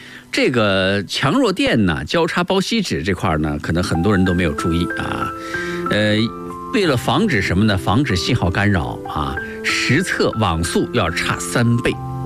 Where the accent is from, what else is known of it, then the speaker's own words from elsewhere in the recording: China; 我们中国人家庭